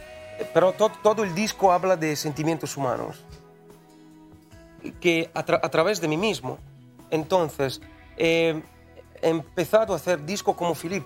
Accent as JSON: {"language": "Spanish", "town": "Sassuolo", "region": "Emilia-Romagna", "country": "Italy", "second_language": "Spanish", "said": "En Sassuolo nosotros vivimos mucho más despacio, tranquilos"}